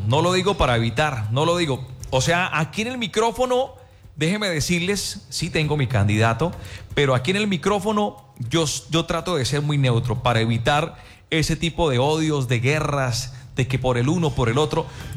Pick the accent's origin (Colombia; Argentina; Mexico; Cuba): Colombia; Yo no quiero que nadie se vaya de mi tierra.